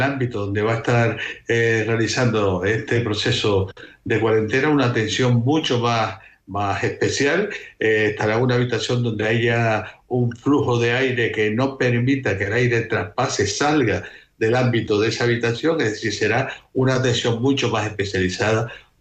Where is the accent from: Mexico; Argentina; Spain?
Spain; Canary Islands; now in Las Palmas, Spain; Sí, soy de Tenerife, pero vivo en Las Palmas.